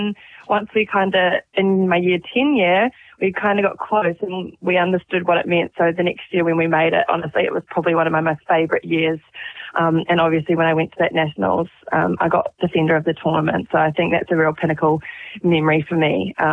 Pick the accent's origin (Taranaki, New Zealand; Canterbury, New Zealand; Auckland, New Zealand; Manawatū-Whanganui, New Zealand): Taranaki, New Zealand; being born and bred in Taranaki